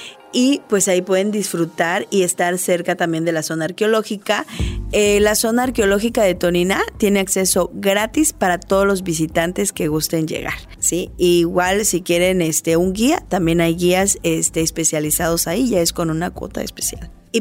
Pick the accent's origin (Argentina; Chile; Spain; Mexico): Mexico; Ocosingo, Chiapas; estas maravillas que tiene nuestro Ocosingo, que es la Puerta de la Selva Lacandona